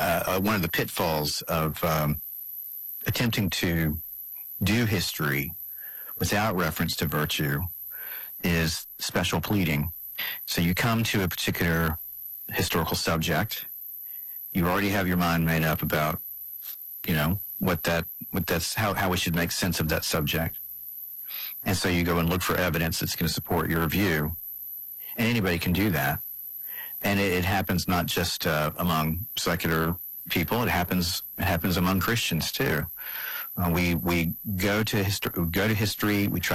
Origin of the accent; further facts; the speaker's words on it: Georgia, United States; South. I mean, I'm a Southerner. I grew up in Georgia.